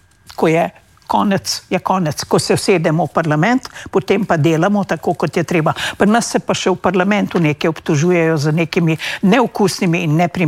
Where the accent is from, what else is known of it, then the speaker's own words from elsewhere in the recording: Savinja, Slovenia; now in Spain; sama izhajam iz Zgornje Savinjske doline